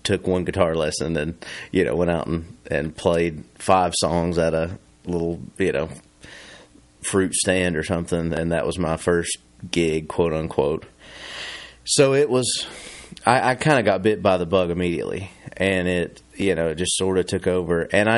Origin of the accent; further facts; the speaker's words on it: Tennessee, United States; just being where I'm from out in East Tennessee.